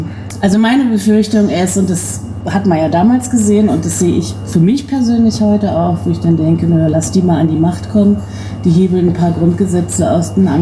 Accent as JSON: {"language": "German", "region": "Berlin", "country": "Germany", "said": "ich komme ursprünglich aus Berlin, ich war auf etlichen Demos"}